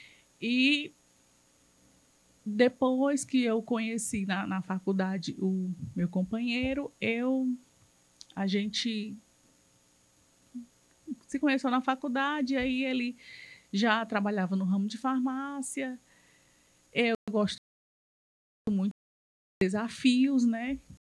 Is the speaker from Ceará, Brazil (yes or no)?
yes; Fortaleza, Ceará, Brazil; Eu sou daqui de Fortaleza. Eu sou da Vila Manuel Sátiro